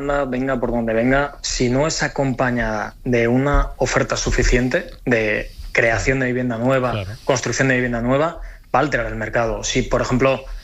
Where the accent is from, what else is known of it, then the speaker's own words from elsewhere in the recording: Altea, Valencian Community, Spain; yo llegué de un pueblito de Alicante, de Altea, me fui a estudiar a Valencia con tres amigos del bachiller.